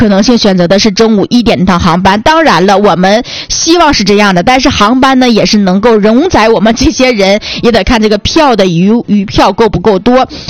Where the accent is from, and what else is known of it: Northeast China, China